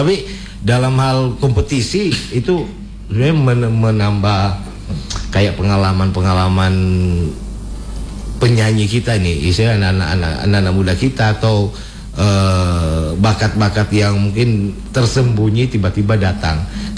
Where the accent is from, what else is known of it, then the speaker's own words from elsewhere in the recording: North Sulawesi, Indonesia; kita orang Sangir